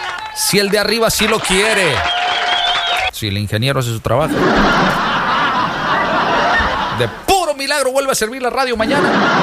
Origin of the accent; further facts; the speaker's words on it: Veracruz, Mexico; y yo soy jarocho, y yo me estoy muriendo de calor.